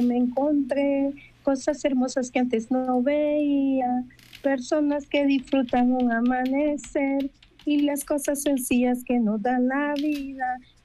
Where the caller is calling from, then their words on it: Ilopango, San Salvador, El Salvador; Estoy en Nuevos Horizontes y Ilopango.